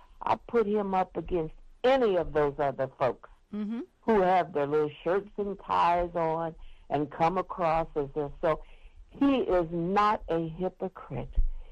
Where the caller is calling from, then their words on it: Lynchburg, Virginia, United States; I live in Lynchburg, Virginia.